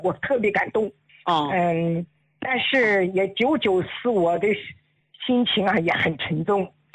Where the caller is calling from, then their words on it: Dalian, Liaoning, China; 哦，我今年70岁了，我是大连的听众哈。